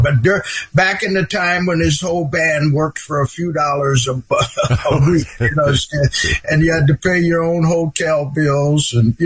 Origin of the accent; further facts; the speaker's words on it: Olean, New York, United States; my hometown, Olean, New York